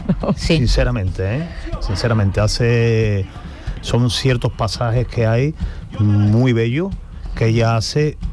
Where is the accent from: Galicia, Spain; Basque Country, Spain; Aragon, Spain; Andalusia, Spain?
Andalusia, Spain; Seville; yo soy muy sevillano